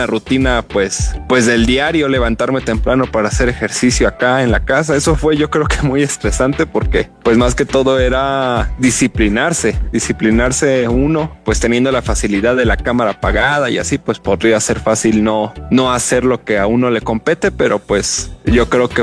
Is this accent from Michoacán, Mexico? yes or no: no; Hidalgo, Mexico; Nosotros como somos hidalguenses, pues el huapango es algo que nos representa.